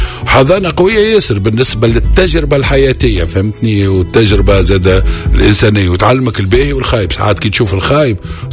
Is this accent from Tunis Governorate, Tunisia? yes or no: yes; Tunis, Tunis Governorate, Tunisia; حومتي القديمة